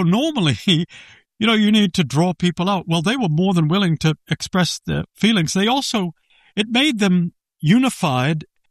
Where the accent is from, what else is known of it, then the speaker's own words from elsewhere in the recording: United States; And every time I said I'm an American, they had something to tell me.